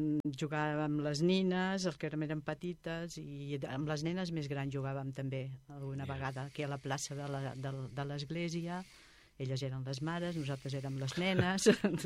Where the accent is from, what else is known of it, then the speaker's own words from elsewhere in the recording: Cunit, Catalonia, Spain; jo vaig néixer aquí al carrer Nou, que és el carrer ara Francesc Macià, aquí a la cantonada on hi ha la botiga del Tunic, de Tunic o Tinuc, i aquí vam néixer tota la família.